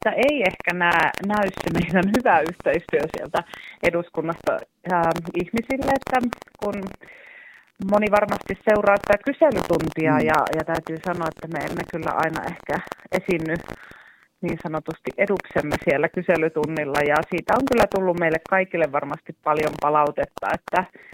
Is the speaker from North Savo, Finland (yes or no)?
yes; Kuopio, North Savo, Finland; Ja toki myös sillä on iso merkitys, että olen Kuopiosta.